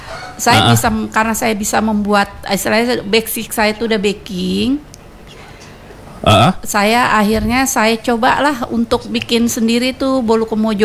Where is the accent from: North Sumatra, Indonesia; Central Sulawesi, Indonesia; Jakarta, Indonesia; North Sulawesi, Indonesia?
Jakarta, Indonesia; now in Pekanbaru, Indonesia; Saya aslinya dari Jakarta.